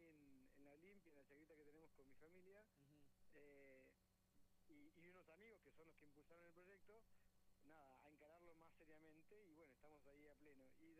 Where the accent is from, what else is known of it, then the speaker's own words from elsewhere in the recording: Aluminé, Neuquén, Argentina; somos de Aluminé